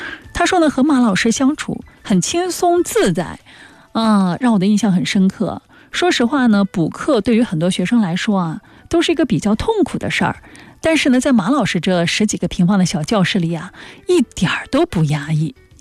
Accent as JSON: {"language": "Chinese", "town": "Nantong", "region": "Jiangsu", "country": "China", "said": "我作为南通本地人"}